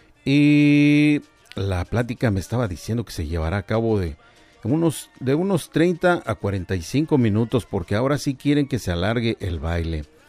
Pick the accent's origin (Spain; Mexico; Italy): Mexico; Puebla; Ya somos dos poblanos, ¿verdad?